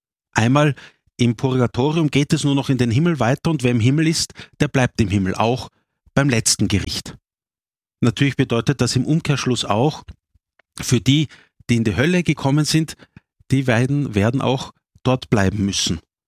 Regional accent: Vienna, Austria; das eine Geschäft gibt es nicht mehr bei mir im 23. Bezirk, wo ich aufgewachsen bin in Liesing

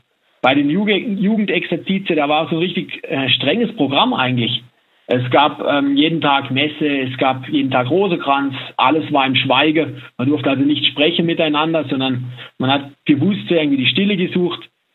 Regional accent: Baden-Württemberg, Germany; moved away as an adult; now in Salzburg, Austria; Wir sind am Land aufgewachsen, im Hochschwarzwald bei uns. Da gibt es eben eine sehr ländliche Gegend. Wir hatten sehr viel Gelände ums Haus rum und Platz.

